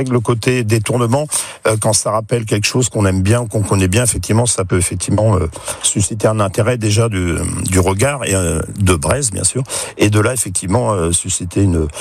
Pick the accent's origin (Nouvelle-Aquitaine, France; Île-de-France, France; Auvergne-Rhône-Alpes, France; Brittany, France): Brittany, France; moi en tant que breton